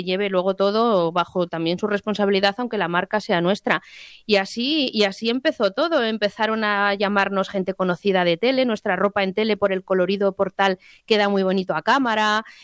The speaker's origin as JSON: {"language": "Spanish", "town": "Toledo", "region": "Castilla-La Mancha", "country": "Spain", "said": "efectivamente nacimos en Toledo"}